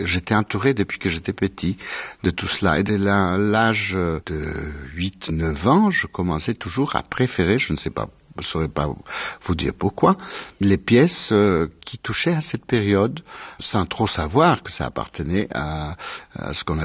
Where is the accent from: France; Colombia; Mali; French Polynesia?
Colombia; malheureusement, il n'y avait pas de clavecin chez nous, en Colombie, à l'époque.